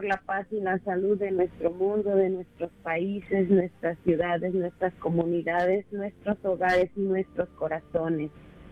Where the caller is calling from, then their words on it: Harlingen, Texas, United States; de Harlingen, Texas, por la aplicación, les llamo.